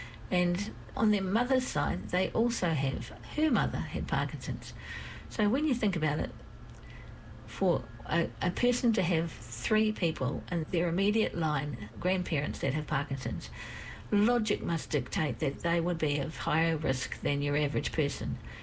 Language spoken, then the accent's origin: English; Rotorua, Bay of Plenty, New Zealand; I grew up in Rotorua, which is one of the smelliest places you could ever be, although you do just get used to it, and it's worse in some parts than others.